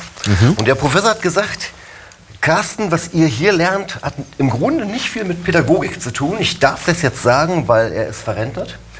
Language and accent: German; Germany; also born or lived in Lüneburg; ich komme aus dem Harz.